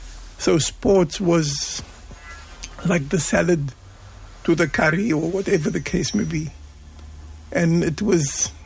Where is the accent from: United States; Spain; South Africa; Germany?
South Africa; Cape Town, Western Cape; been born from Bullkop, Cape Town parents, growing up in the Bullkop, sport was part of the culture. And we used to play cricket on the cobblestones of the Bullkop.